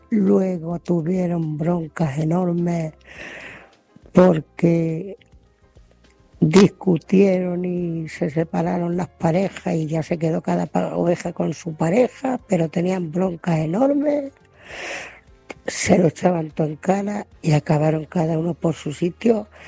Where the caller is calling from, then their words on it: Ciudad Real, Castilla-La Mancha, Spain; de Ciudad Real.